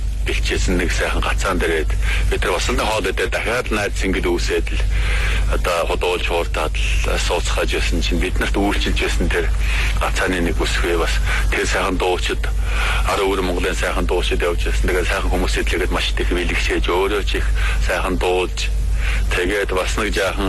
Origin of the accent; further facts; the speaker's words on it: Inner Mongolia, China; манай Өвөр Монгол ард түмэн